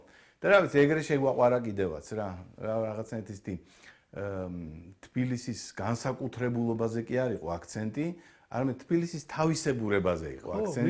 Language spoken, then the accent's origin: Georgian; Tbilisi, Georgia; ჩემი ბავშვობა რაც მახსოვს იმ თბილისში, მაშინდელ თბილისში 64-ში ვარ დაბადებული